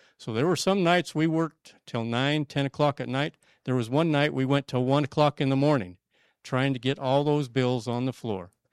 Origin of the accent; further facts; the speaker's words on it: Bedford, Wyoming, United States; I grew up here in Star Valley in Bedford